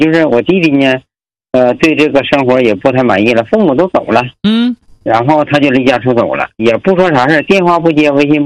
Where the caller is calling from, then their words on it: Changchun, Jilin, China; 我们都在河北打工。我是咱们长春人。